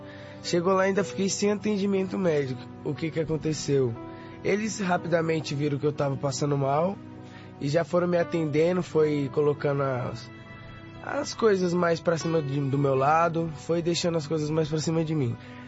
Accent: São Bernardo do Campo, São Paulo, Brazil; sou de São Bernardo do Campo

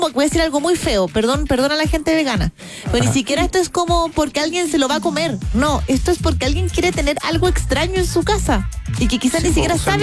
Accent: Calama, Antofagasta, Chile; born there; Yo me acuerdo cuando era chica, en Calama vendían tortuguitas de mar

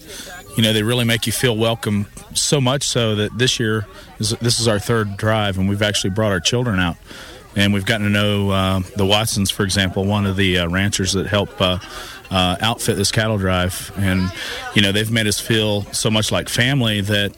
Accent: Richmond, Virginia, United States; we're from Richmond, Virginia.

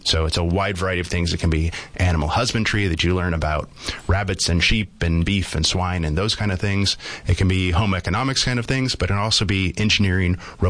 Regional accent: Merced, California, United States; now in Yuma, United States; Originally from Merced, California, so Central Valley, very similar to Yuma.

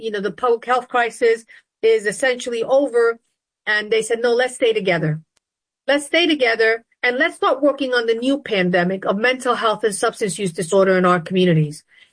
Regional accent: Bronx, New York, United States; My father was a minister. His church was in Harlem. I grew up in the South Bronx. And we lived in the Bronx and commuted to church every day in Harlem.

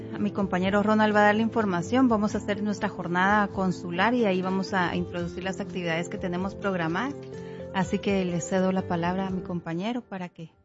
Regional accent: Guatemala; moved away

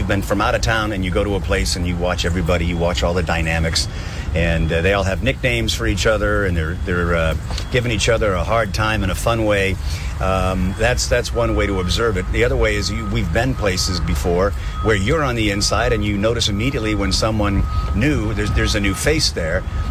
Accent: Boston, Massachusetts, United States; That's right. I mean, I am from Boston

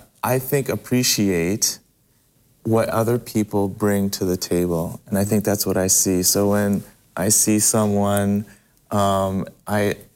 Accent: Montreal, Quebec, Canada; moved away; I grew up in Montreal, Canada.

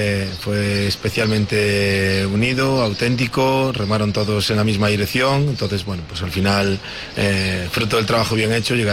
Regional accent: Marín, Galicia, Spain; en mi pueblo, en el pueblo donde llevo viviendo toda la vida

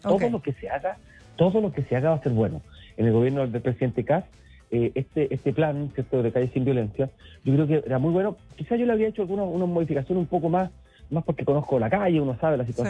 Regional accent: Chile; todo lo que nos, como Estado, como gobierno, como sociedad chilena, hagamos para entender de que ya, como había una frase antigua, Chile cambió, y efectivamente Chile cambió

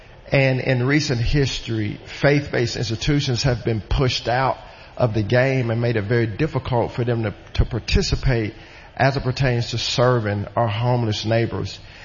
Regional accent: United States; as a pastor, as an American, as just

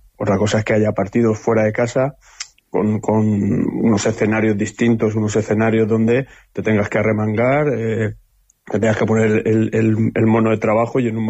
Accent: Elche, Valencian Community, Spain; Yo soy de Elche, ¿no? No soy de Aragón

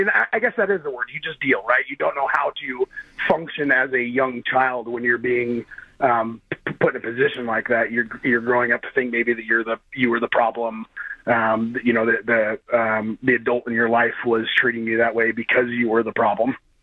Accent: Oregon, United States; I grew up in Oregon.

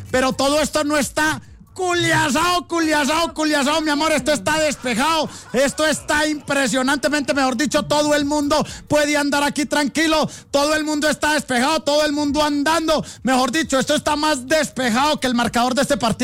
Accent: Colombia; yo como buen colombiano, como buen patriota, mi amor

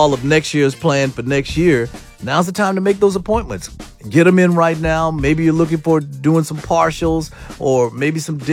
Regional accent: Jacksonville, Arkansas, United States; my hometown of Jacksonville.

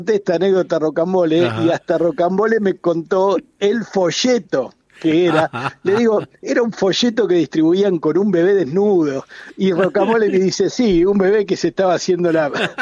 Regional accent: La Plata, Buenos Aires Province, Argentina; Y el platense tiene la cuna ahí. La cuna de … nació en La Plata. Es una ciudad ricotera, sí, sí, sí.

